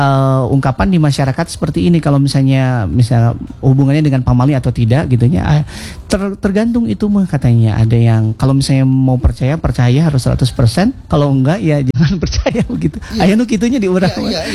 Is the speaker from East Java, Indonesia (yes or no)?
no; Lembang, West Java, Indonesia; di daerah saya sendiri Kang, di daerah Lembang gitu.